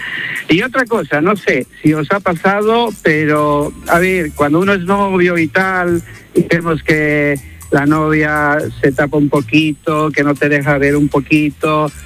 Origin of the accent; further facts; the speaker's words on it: Bolivia; now in Marbella, Spain; Soy boliviano